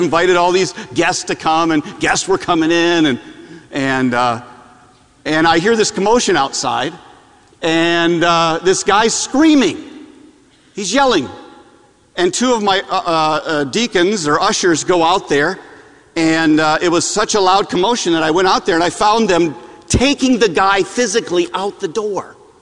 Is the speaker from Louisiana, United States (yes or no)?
no; Michigan, United States; I'm from Michigan, so born and raised Wolverine fan, so...